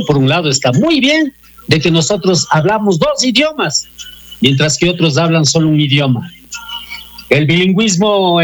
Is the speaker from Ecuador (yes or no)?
yes; Ecuador; first language Kichwa; Spanish is a second language; En el Ecuador, los pueblos indígenas hablamos tanto su lengua materna, como es el quichua, y como el castellano